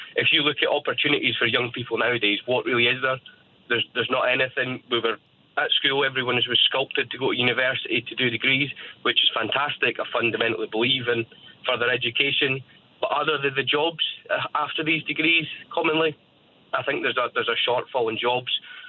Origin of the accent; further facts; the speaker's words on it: St Andrews, Scotland, United Kingdom; I grew up in St Andrews, which is obviously a university town. There's a lot of money in there.